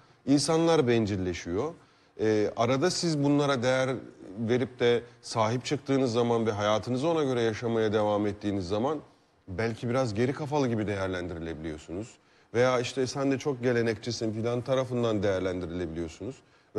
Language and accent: Turkish; Sivas, Turkey; now in Istanbul, Turkey; Sivas'ta doğdum, büyüdüm ve İstanbul'da yaşıyorum.